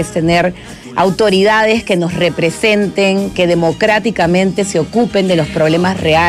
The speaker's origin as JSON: {"language": "Spanish", "country": "Peru"}